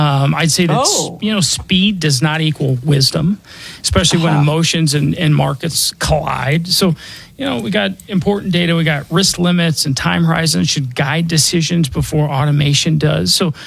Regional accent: Denver, Colorado, United States; I was born and raised here in Denver.

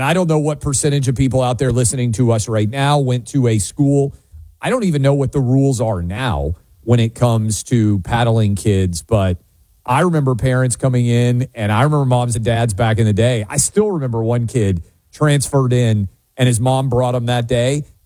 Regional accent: New York City, New York, United States; Growing up in New York City, I would have been very surprised if you still couldn't be paddled in public school classrooms.

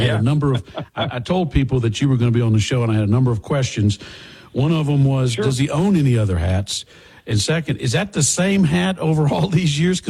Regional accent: Orange County, Texas, United States; We're both from Orange County in Southeast Texas.

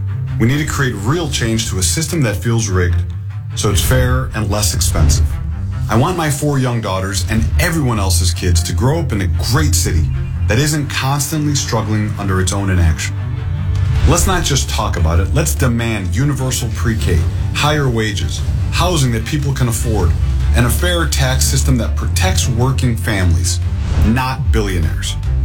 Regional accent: Chicago, Illinois, United States; I was born and raised in Chicago by Greek immigrants.

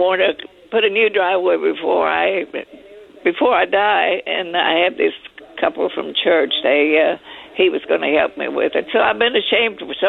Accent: Schulenburg, Texas, United States; also born or lived in Freiburg

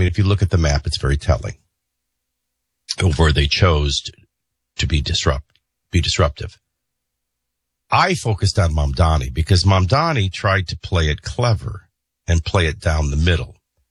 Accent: Chicago, Illinois, United States; Oh, I'm saying I grew up in Chicago. We used to have the Aryan dressed in Nazi uniforms that would protest, especially in and around Grant Park.

